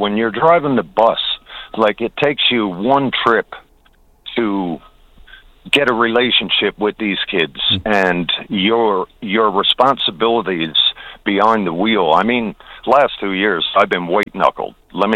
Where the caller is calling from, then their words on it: St. Anthony, Newfoundland and Labrador, Canada; This morning I'm calling from St. Anthony. I'm a NL school bus driver at White Hills Academy.